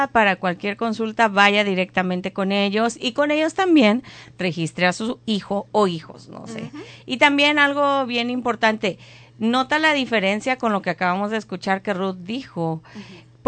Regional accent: Mexico; la gente mexicana somos muy empáticas

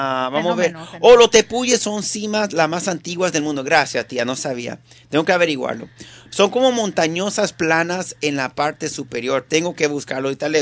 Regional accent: Venezuela; soy venezolano y sé qué es eso.

